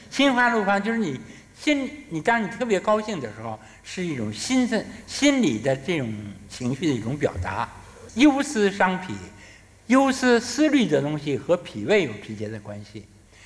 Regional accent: China; 我们中国人，你这边吃红烧肉，那边喝凉水，你恐怕不行

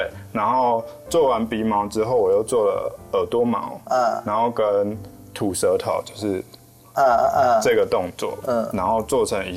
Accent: Kaohsiung, Taiwan; 我出生的地方，我住在高雄大社区，它其实旁边有个工业区，所以它是空气品质可能会有点差

